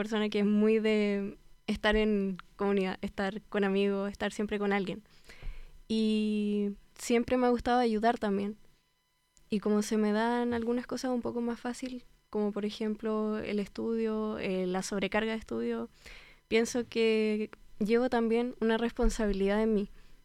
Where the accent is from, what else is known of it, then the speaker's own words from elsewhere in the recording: Osorno, Los Lagos, Chile; Bueno, yo he sido de Osorno toda la vida.